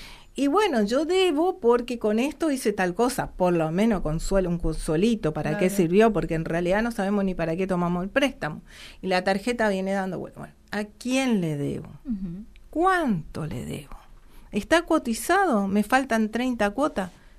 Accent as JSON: {"language": "Spanish", "town": "Puerto Rico", "region": "Misiones", "country": "Argentina", "said": "nosotros uh-huh. que somos de Puerto Rico."}